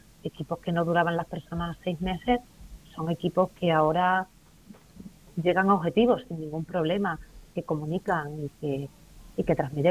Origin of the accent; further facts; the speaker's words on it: Extremadura, Spain; also born or lived in England; Pues, bueno, yo soy extremeña retornada.